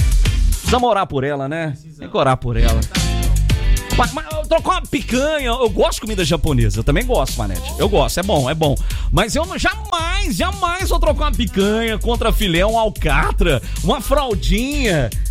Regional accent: Minas Gerais, Brazil; now in Goiás, Brazil; eu sou mineiro

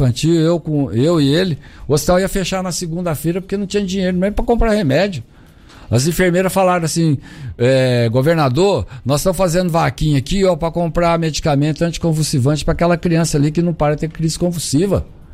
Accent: Goiânia, Goiás, Brazil; born there; eu nasci em Goiânia, sou goiano, fiz universidade aqui em Goiás, na Universidade Federal de Goiás

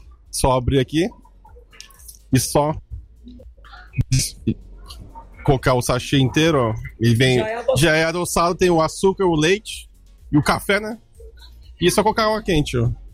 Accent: Maringá, Paraná, Brazil; A gente é de Maringá, tá, pessoal?

